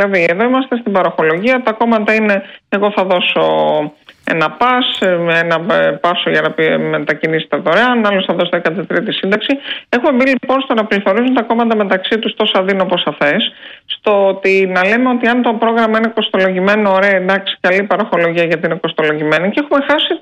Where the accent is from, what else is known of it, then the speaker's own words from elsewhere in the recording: Greece; εμείς αγαπάμε την Ευρώπη ως Έλληνες